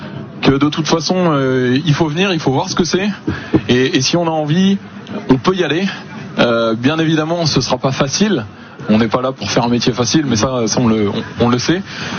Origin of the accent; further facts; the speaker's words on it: Hauts-de-France, France; moved away as an adult; now in southwest France; Alors, je suis originaire de la Somme. Je travaille actuellement dans le sud-ouest, mais originaire du département.